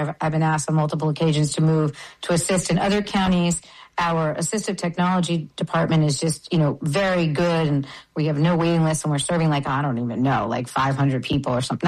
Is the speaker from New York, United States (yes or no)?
yes; New York, United States; also born or lived in Brazil; I'm born and raised in New York. I was born partially, I mean, I was raised, you know, a lot in Brazil because my mother is Brazilian.